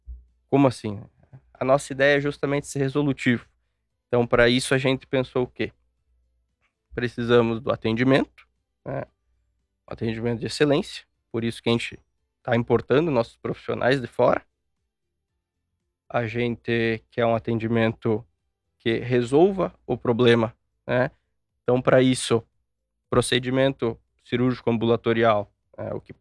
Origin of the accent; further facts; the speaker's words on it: Porto Alegre, Rio Grande do Sul, Brazil; moved away as an adult; now in Nova Prata, Brazil; eu sou nascido e criado em Porto Alegre, né?